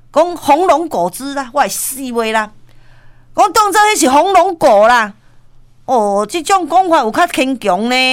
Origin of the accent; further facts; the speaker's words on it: Taiwan; 就是我们台湾人很、哦、爱赚钱的